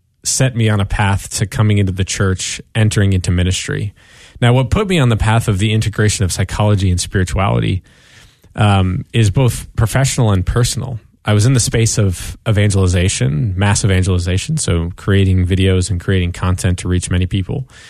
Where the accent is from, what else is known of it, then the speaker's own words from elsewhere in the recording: New Jersey, United States; I grew up in New Jersey. My dad's Jewish. My mom's Episcopalian. So of course, you know, when I became 21, you know, I became Catholic